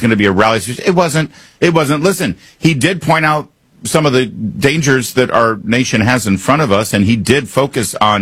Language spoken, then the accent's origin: English; United States; And it was air-conditioned because we're American, damn it.